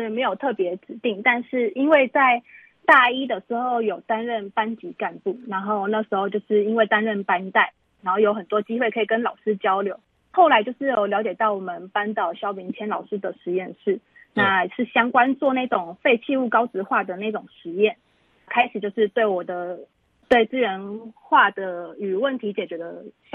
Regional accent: Taitung County, Taiwan; 我是从小就是生长在就是好山好水的台东

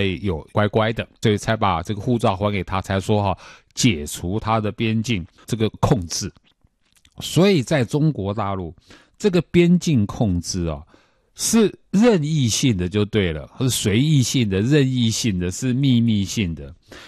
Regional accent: Taiwan

